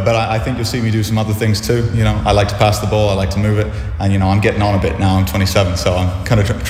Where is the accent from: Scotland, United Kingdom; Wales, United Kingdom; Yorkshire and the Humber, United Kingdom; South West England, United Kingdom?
Scotland, United Kingdom; Well, so I'm a Scottish international.